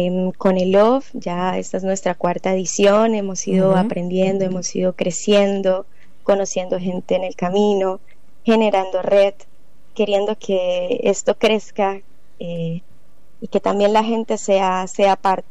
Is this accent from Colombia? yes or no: yes; Colombia; a nosotros nos ha sorprendido como colombianos